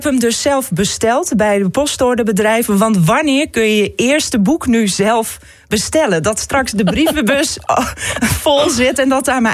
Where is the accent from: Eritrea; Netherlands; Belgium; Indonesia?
Netherlands; Ameland, Friesland; also born or lived in Dokkum; Ik ben geboren in Dokkum. Ik ben opgegroeid op Ameland.